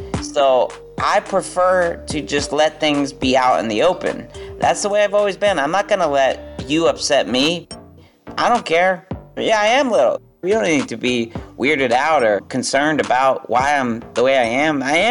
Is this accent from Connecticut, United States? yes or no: yes; New Haven, Connecticut, United States; As being a little person growing up in New Haven